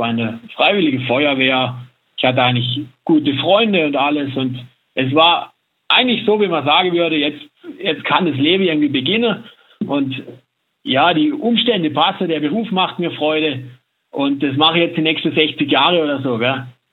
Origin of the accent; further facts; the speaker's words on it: Baden-Württemberg, Germany; now in Salzburg, Austria; Wie man vielleicht hört, komme ich gebürtig nicht aus Salzburg. Manche werden den Salzburger Dialekt jetzt vielleicht vermissen. Ich komme aus Südwestdeutschland, aus dem Schwarzwald und bin sozusagen ein Auslandshilfskraft.